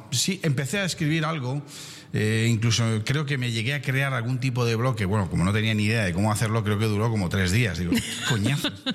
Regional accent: Valencian Community, Spain; moved away as an adult; also born or lived in Indonesia; siendo valenciano.

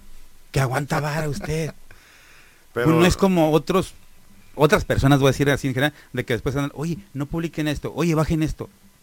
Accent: Tijuana, Baja California, Mexico; soy de Tijuana, de la colonia Jardín Dorado

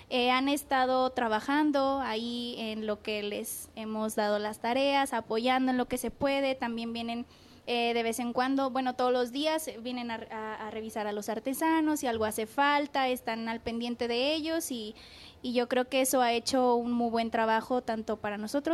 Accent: Villa de Reyes, San Luis Potosí, Mexico; now in Chapingo, Mexico; Yo soy originaria de San Luis Potosí, Villa de Reyes. Es un municipio que está ahí cerca de la capital potosina. Está cerca, a una media hora de la capital. Actualmente mi familia vive en la capital

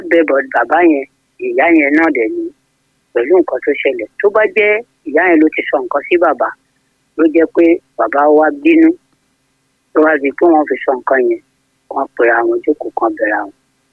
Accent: Egbado, Ogun, Nigeria; kì í ṣe pé wọ́n ní wọ́n pé nílùú níbi tí mo ti wá lẹ́gbàdo Ogun State.

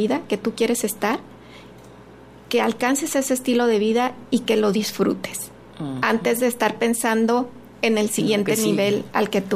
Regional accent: Mexico; Fíjate que estaba leyendo que los mexicanos ahorramos mucho

